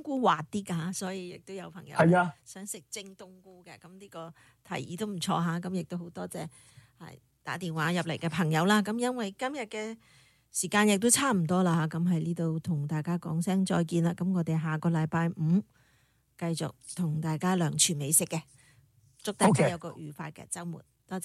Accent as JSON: {"language": "Cantonese", "region": "Guangdong", "country": "China", "said": "咁我哋广东人就比较轻啲"}